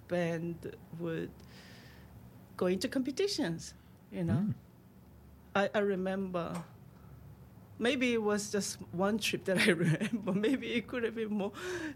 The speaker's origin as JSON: {"language": "English", "region": "Daegu", "country": "South Korea", "tie": "born or raised there", "second_language": "English", "moved": "yes", "said": "So the primary school I attended in Daegu, in my home country."}